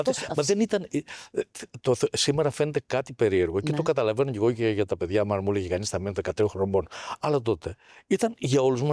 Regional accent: Peloponnese, Greece; Μεγάλωσα στο Μάνερ Αρκαδίας καταρχάς.

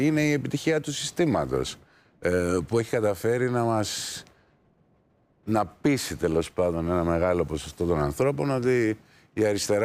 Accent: Athens, Attica, Greece; Στην Αθήνα γεννήθηκα, στον Μητό. Εκεί είχε γεννηθεί και ο πατέρας μου. Πρόσφυγε στην καταγωγή. Και μεγαλώσαμε σε μια γειτονιά με φίλους, με ποδόσφαιρο και μπάσκετ, στο δρόμο

